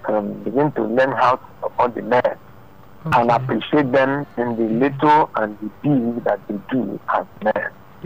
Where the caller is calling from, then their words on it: Nigeria; Calling you from Ikoti